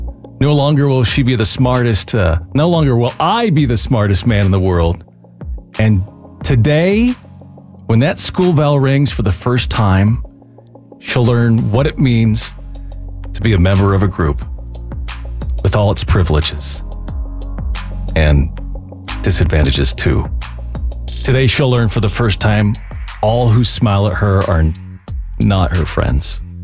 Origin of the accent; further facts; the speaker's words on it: Seattle, Washington, United States; moved away; I grew up in Seattle